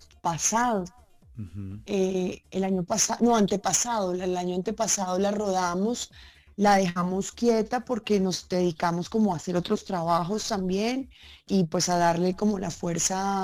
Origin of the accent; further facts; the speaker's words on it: Medellín, Antioquia, Colombia; En mi tierra, Medellín